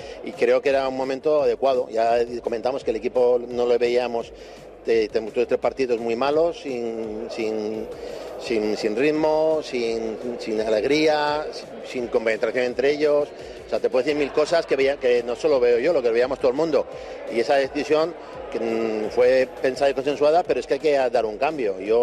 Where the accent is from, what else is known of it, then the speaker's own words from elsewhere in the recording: Zaragoza, Aragon, Spain; los que estamos somos de Zaragoza y los que vamos a estar aquí muchísimos años y que luchamos para tener el equipo de tu ciudad lo más alto posible